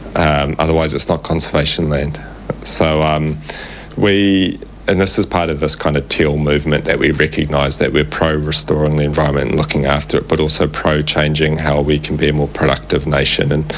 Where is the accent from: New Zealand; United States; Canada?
New Zealand